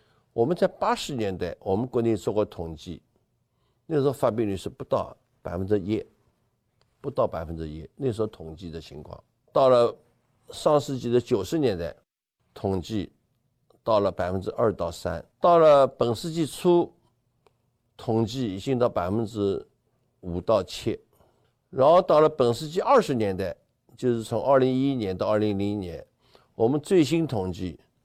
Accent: China; 我们中国人吃药不但看说明书

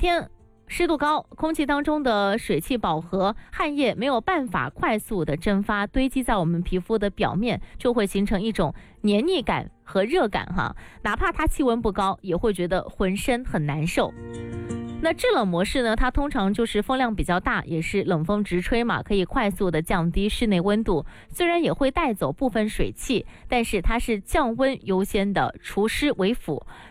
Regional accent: Guangdong, China; 对于我们广东人来说，我们深圳的这个气候

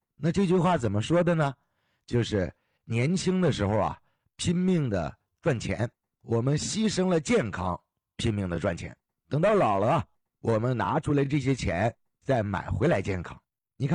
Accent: Heilongjiang, China; 那我们老家呢，黑龙江的，那就更冷了。那一到冬天，零下30度，那是很常见的事儿。你看，小的时候啊，这条件都不是特别的好。那个时候住的什么房子？有那种土坯房。

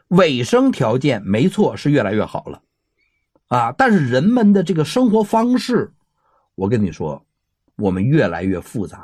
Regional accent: China; 咱们中国人对吃来讲是尤为的讲究的

